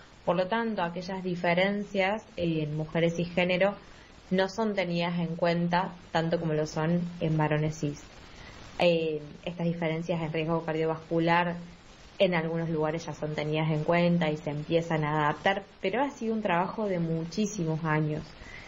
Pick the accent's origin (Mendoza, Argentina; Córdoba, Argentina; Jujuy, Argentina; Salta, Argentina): Córdoba, Argentina; También soy cordobesa, soy feminista.